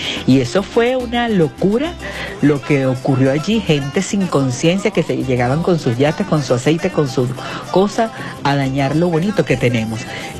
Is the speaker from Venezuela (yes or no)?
yes; Venezuela